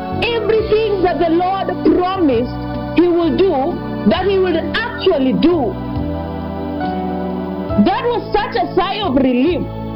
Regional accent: Kenya; It is a lesson to me as a Kenyan

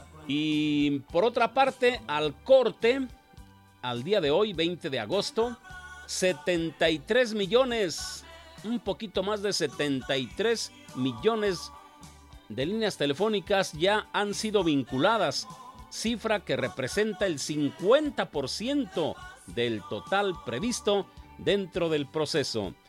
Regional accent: Mexico; casi somos todos los mexicanos

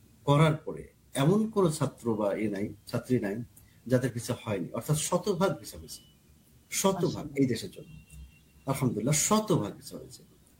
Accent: Kushtia, Khulna Division, Bangladesh; আমার বাড়ি কুষ্টিয়া

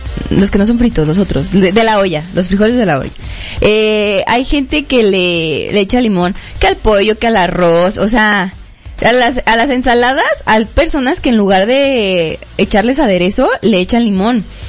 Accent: Guadalajara, Jalisco, Mexico; Discúlpenme, yo fallé como tapatía

